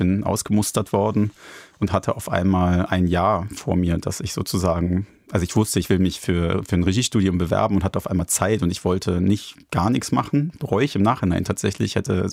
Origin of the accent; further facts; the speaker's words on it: Hamburg, Germany; Also als Hamburger ist dann so, die nächstgrößere Stadt ist irgendwie Berlin. Also wenn einem Hamburg zu eng wird, muss man weiter.